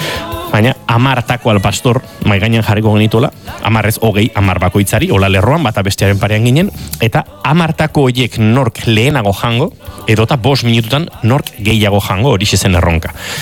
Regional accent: Basque Country, Spain; Bat, nien eiz espainola, ni euskalduna naiz, hau espainola, esan egon noski.

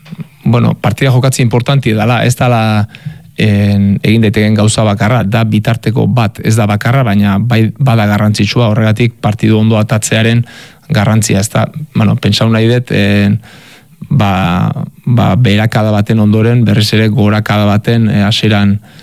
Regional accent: Azpeitia, Basque Country, Spain; Azpeitiarra Gipuzkoarra naiz

